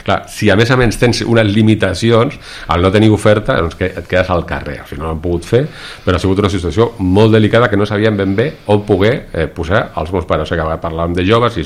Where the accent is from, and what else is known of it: Catalonia, Spain